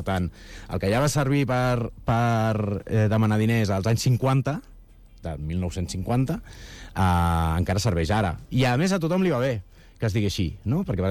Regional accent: Catalonia, Spain; que tenim com a catalans

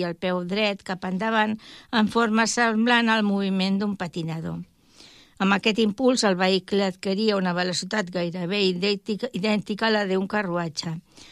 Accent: Barcelona, Catalonia, Spain; jo sóc barcelonina

